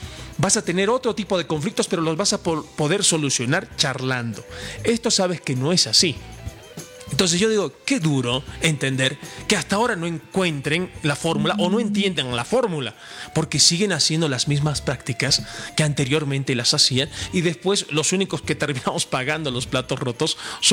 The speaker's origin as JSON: {"language": "Spanish", "country": "Bolivia"}